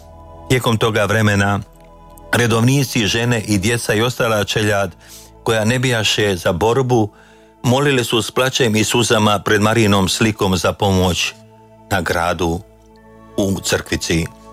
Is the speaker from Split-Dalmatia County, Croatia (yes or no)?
yes; Hrvace, Split-Dalmatia County, Croatia; Već od mali nogu rastao sam u obitelji pobožnoj Gospi, rođen i odrastao u Hrvacama, samo nekoliko kilometara udaljenom od svetišta čudotvorne Gospe Sinjske.